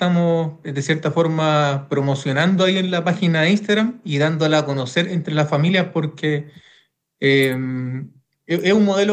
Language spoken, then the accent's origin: Spanish; Concepción, Biobío, Chile; now in Los Ángeles, Chile; comparé Concepción, que era mi ciudad natal, donde yo nací, y Los Ángeles, que era la ciudad donde yo me encontraba trabajando.